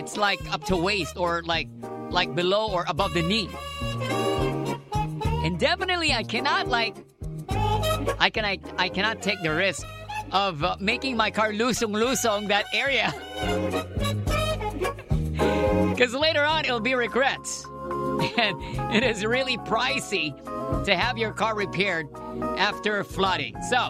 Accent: Imus, Calabarzon, Philippines; I'm from Imus

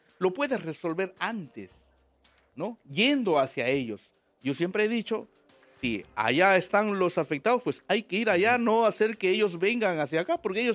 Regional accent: Peru; me da cólera a mí como peruano

